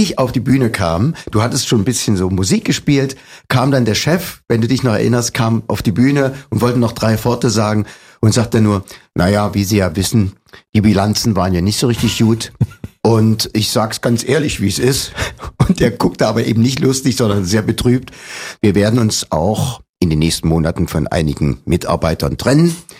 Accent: Leipzig, Saxony, Germany; born there; accent: Saxon; Ich bin gebürtiger Leipziger und ich habe da auch Geld rausgemacht.

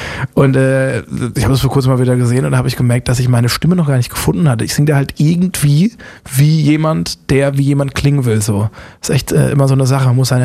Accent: Busenbach, Baden-Württemberg, Germany; born or raised there

